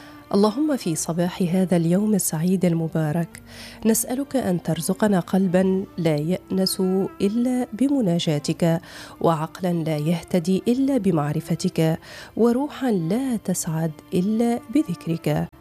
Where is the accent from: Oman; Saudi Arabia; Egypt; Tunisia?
Tunisia